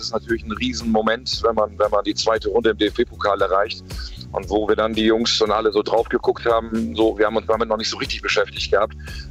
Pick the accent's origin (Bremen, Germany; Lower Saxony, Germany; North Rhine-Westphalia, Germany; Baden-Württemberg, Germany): Bremen, Germany; HSV als Bremer ist natürlich auch mal wunderbar.